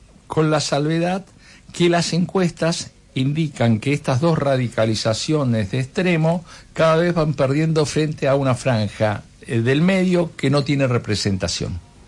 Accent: Argentina; yo elijo vivir en mi país, quiero mi país, pago impuestos en mi país

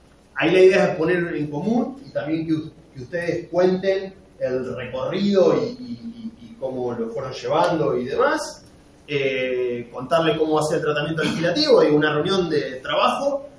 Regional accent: Pehuajó, Buenos Aires Province, Argentina; soy diputado de la provincia de Buenos Aires, soy de Pehuajó, cuarta sección electoral

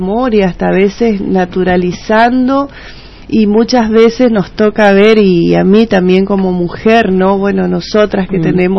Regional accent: Chaco, Argentina; el argentino y el chaqueño particularmente somos latinos

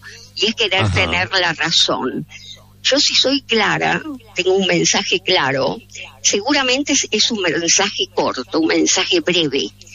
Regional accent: Buenos Aires, Argentina; Soy típica porteña que habla rápido.

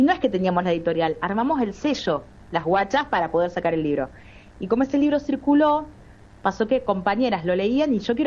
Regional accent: Miraflores, Lima, Peru; accent: Lima; now in Argentina; Igual el acento de Lima, es un acento de Lima, yo soy de Miraflores, es muy parecido al porteño.

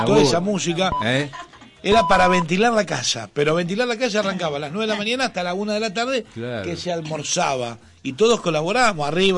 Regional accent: Buenos Aires, Argentina; en mi barrio, en la República de Mataderos, pasaba el lechero.

